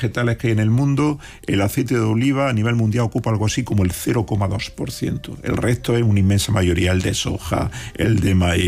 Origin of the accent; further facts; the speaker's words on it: Andalusia, Spain; Cuando vienen a a mi tierra, amigo de fuera de Andalucía, una de las primeras cosas que hago yo es en un plato echo un chorro de aceite y mojar pan.